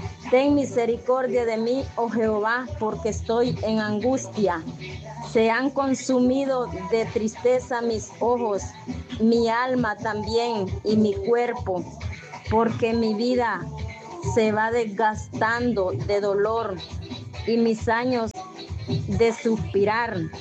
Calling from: Jamalteca, Comayagua, Honduras; de Jamalteca

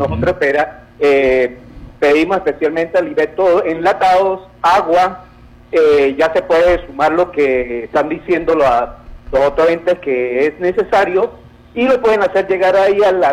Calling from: Táchira, Venezuela; Lo llamo de aquí en la línea de la Fortuna, de Puente Real.

